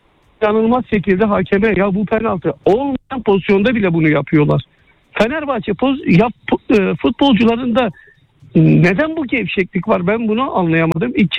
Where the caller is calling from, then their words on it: Izmir, İzmir, Turkey; İzmir'den arıyorum.